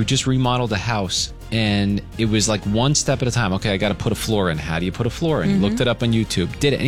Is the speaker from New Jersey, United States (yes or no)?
yes; New Jersey, United States; I grew up in New Jersey